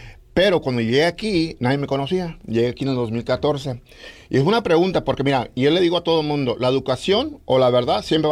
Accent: Salinas, California, United States; also born or lived in San Jose, California; now in Kern County, United States; Mis padres viven aquí, ya llevan como unos 25 años o van a acabar 25 años. Ellos vivían, éramos de Salinas originalmente, ahí eran campesinos

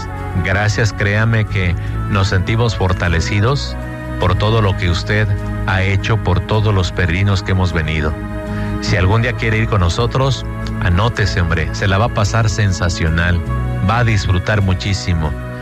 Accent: Mexico; Cada quien saca su foto con la Virgen de Guadalupe, porque somos mexicanos, pero también somos guadalupanos.

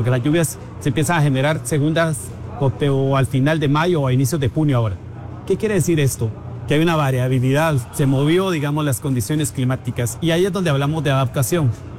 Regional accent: San Agustín Acasaguastlán, El Progreso, Guatemala; Personalmente soy de San Agustín, Casaguastlán, entonces hablábamos del progreso, Zacapa, Chiquimula.

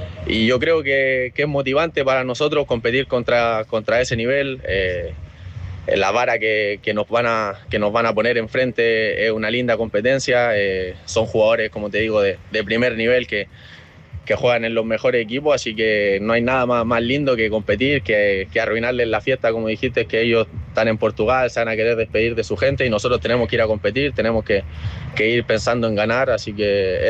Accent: Chile

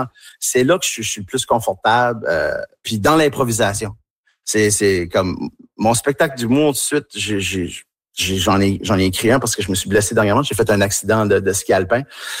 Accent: Tracadie, New Brunswick, Canada; accent: Tracadie; quand je suis avec eux autres, ben, je parle avec mon accent tracadie un peu plus, puis je me laisse aller.

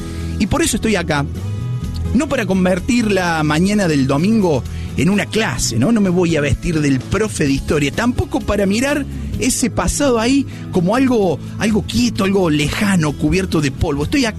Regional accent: Laguna Larga, Córdoba, Argentina; Yo, por ejemplo, vengo de Laguna Larga, un pueblito del interior de la provincia de Córdoba.

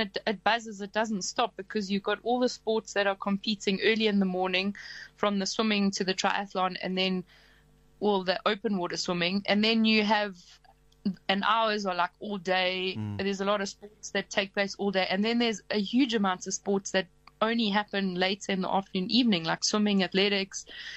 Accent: Pretoria, Gauteng, South Africa; also born or lived in Johannesburg; Yeah, I was actually born in Joburg, and I grew up mainly in Pretoria. So I'm young now.

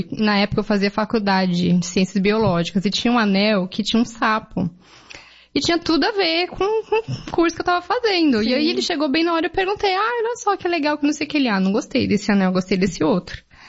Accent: São Paulo, Brazil; eu sou paulistana, né, nascida e criada em São Paulo.

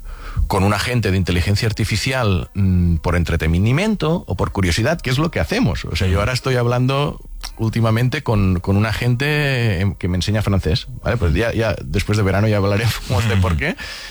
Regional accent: Catalonia, Spain; mira que soy del Delta del Ebre, allí mosquitos, sí, cuando dejan de fumigar...

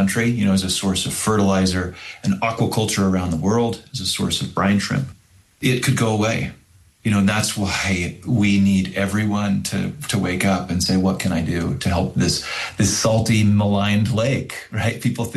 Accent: Orem, Utah, United States; Yeah, I grew up in Orem, Utah, just in Utah Valley, about half hour away from Great Salt Lake.

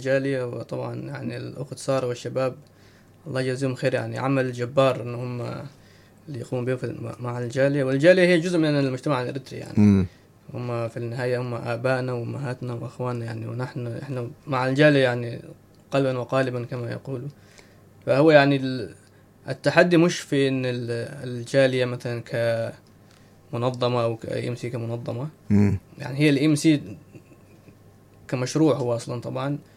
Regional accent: Eritrea; now in Australia; وفي حياتي كانسان إريتري مسلم في استراليا يعني

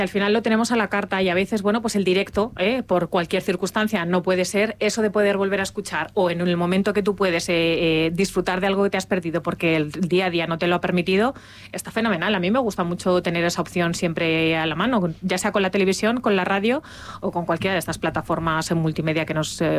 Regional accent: Arenas de San Pedro, Castile and León, Spain; born there; Mi pueblo es Arenas de San Pedro, señores, pues no es de la comarca, pero casi.

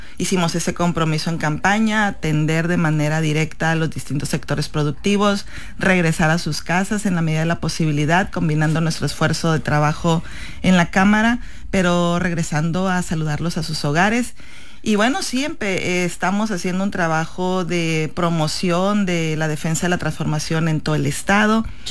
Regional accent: Chametla, Sinaloa, Mexico; Ahí fue donde también conocí que mi pueblo era un pueblo de origen prehispánico

